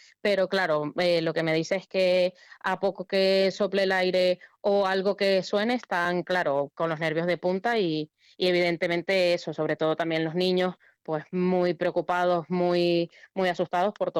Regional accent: Venezuela; now in León, Spain; nosotros como venezolanos estando fuera somos bastante unidos

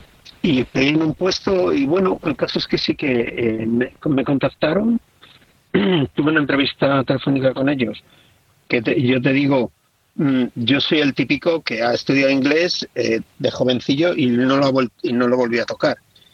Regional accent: Valladolid, Castile and León, Spain; moved away as an adult; also born or lived in Balearic Islands; now in Guardo, Spain; yo creo que soy el típico de Valladolid.

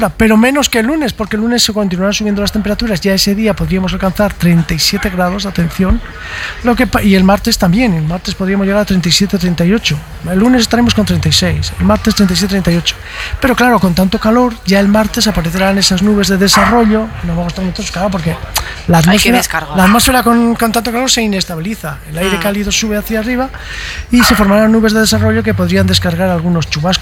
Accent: Burgos, Castile and León, Spain; born there; Yo tenía unas ganas de llegar a Burgos, a mi Burgos querido, tierra sagrada donde yo nací.

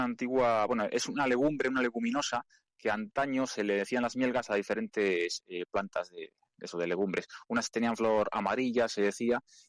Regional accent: Villalcázar de Sirga, Castile and León, Spain; Sí, mira, tengo 28 años y bueno, mi pueblo es Villalcázar de Sirga, que está en Tierra de Campos de Palencia.

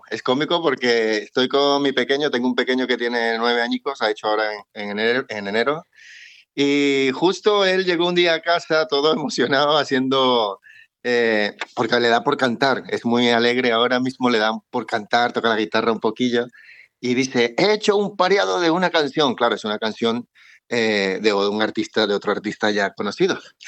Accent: Venezuela; now in Spain

